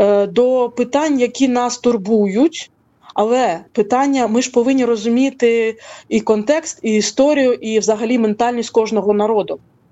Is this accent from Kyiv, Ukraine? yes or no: no; Crimea, Ukraine; Ось, і він розказував, як ми пов'язані, кримські татари, да, пов'язані з Польщею по історії.